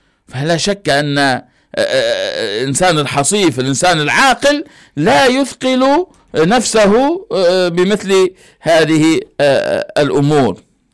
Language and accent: Arabic; Libya; احنا في ليبيا